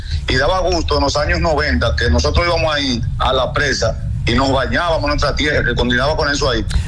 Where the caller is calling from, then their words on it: Cotuí, Sánchez Ramírez, Dominican Republic; Yo soy de Cotuí. Yo llegué a Sembra Piña, en la Cabilma, en Zambrana. Yo conozco bien esa zona.